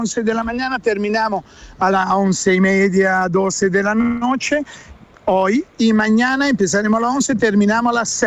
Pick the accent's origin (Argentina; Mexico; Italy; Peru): Italy; Spanish is a second language; now in Seville, Spain